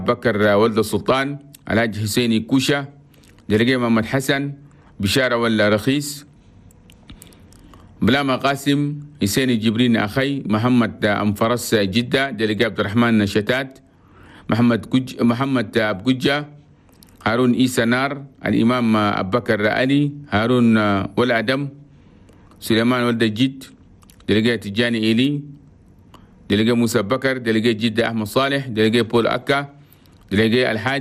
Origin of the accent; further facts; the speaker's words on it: Chad; أنا بلدنا تشاد